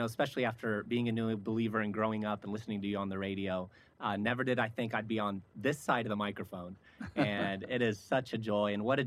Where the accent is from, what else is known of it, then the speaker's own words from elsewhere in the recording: Lebanon; I was born in Lebanon in 1975.